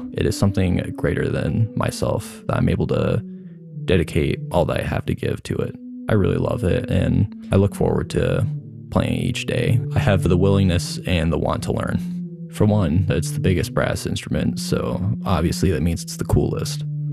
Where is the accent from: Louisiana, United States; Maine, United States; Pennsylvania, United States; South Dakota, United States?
Maine, United States; Trenton; I'm 17 years old, and I play the tuba. Growing up in Maine, it's incredible. It's gorgeous there.